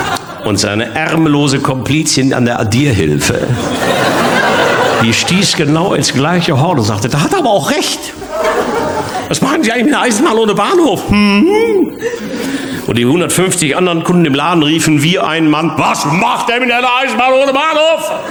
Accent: North Rhine-Westphalia, Germany; ich komme aus dem Ruhrgebiet und bei uns zu Hause fangen eigentlich alle Sätze mit also an.

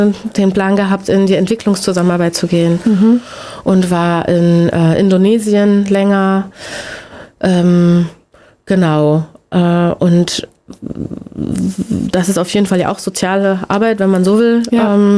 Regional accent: Eschwege, Hesse, Germany; moved away as an adult; also born or lived in Leipzig; Ich bin in Eschwege geboren sogar und hier aufgewachsen. Bin dann mit 19 weg, ab in die Welt

